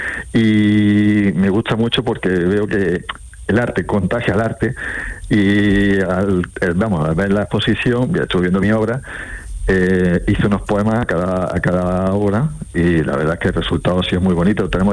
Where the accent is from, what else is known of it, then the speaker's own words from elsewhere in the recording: Granada, Andalusia, Spain; yo soy de Granada, licenciado en Bellas Artes, y actualmente soy profesor de dibujo.